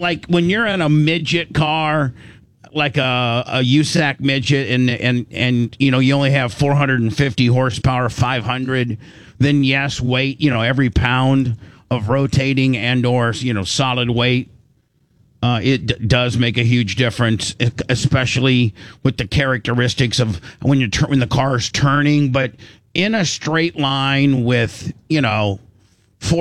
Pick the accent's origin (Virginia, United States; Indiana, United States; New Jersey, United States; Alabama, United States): Indiana, United States; And listen, I do know growing up in Indiana, indoctrinated.